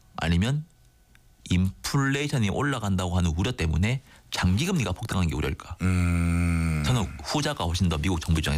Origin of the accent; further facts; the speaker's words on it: South Korea; 사람들은 우리 한국 개인들이나 한국 투자자들은 미국 소비자 물가 매달 나오는 거 보잖아요.